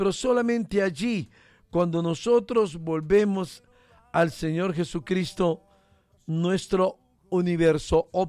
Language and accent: Spanish; Honduras; muchos hondureños nos escribíamos